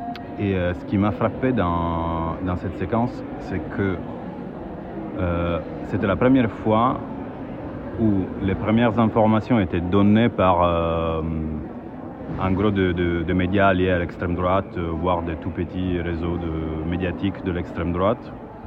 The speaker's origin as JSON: {"language": "French", "country": "Italy", "lives_now": "France", "said": "Ben, nous, en tant qu'Italien, on connaît très bien l'histoire de l'extrême gauche, on est réfugié en France."}